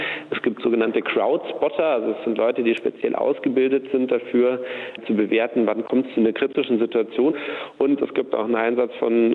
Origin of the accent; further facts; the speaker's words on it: Munich, Bavaria, Germany; Und wenn ich als Münchner Kommunalpolitiker irgendwo unterwegs bin